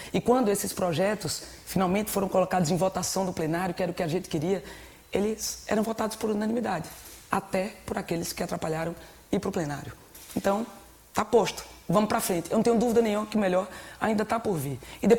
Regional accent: Pernambuco, Brazil; o Agreste de Pernambuco, de onde eu sou filha, que compõe 70 cidades, mais de 70 cidades, e 2 milhões e meio de habitantes

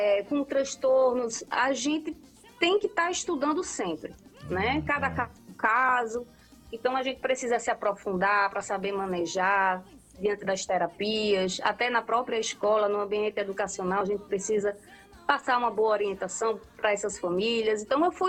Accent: Recife, Pernambuco, Brazil; Eu sou pernambucana, recifense.

